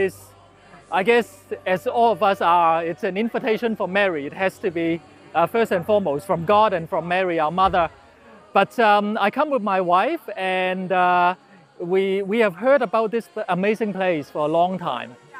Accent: New Zealand; English is a second language; also born or lived in Hong Kong; I am from New Zealand, but I was born as a Chinese from Hong Kong.

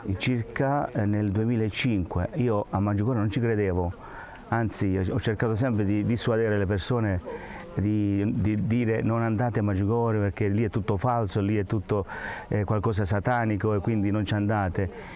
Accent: Castellana Grotte, Apulia, Italy; vengo dall'Italia, il mio paese di origine è Castellana Grotta in provincia di Bari, Puglia. Vivo in un santuario mariano che si chiama Santuario Madonna della Vetrana

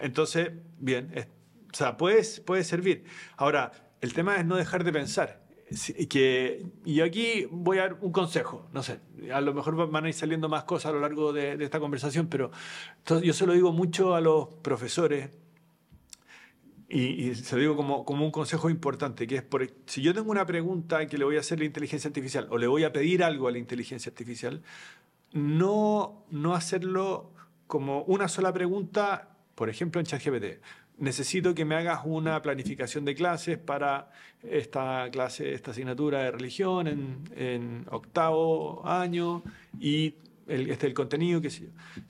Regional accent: Chile; accent: Chilean; estoy hablando como chileno

